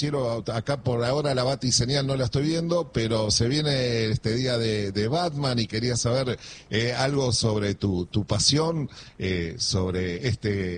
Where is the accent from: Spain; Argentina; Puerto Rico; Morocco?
Argentina; born there; para nosotros que nacimos en Argentina